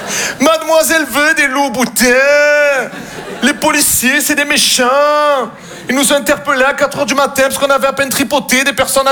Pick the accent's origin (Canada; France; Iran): France; Marseille, Provence-Alpes-Côte d'Azur